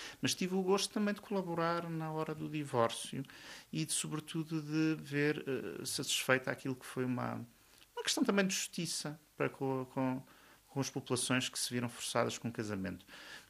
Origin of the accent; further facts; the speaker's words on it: Castelo Branco, Portugal; Foi um orgulho ter servido a minha aldeia, das minhas origens mesmo